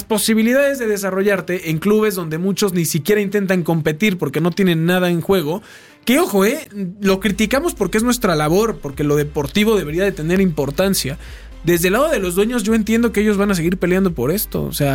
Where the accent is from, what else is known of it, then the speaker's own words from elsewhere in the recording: Mexico; somos mexicanos